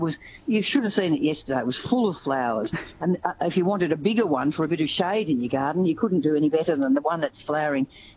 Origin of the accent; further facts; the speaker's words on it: Melbourne, Victoria, Australia; I mean, I'm from Melbourne, and I try very hard not to water my garden overduly in summer